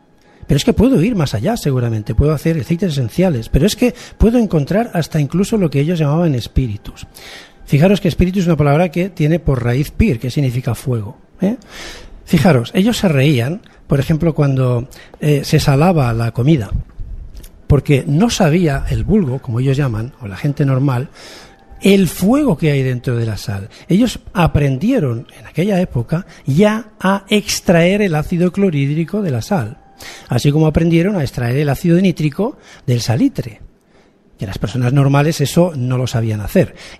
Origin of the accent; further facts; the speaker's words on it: Barcelona, Catalonia, Spain; yo soy de Barcelona, y a Barcelona vulgarmente lo llamamos Barna, ¿no?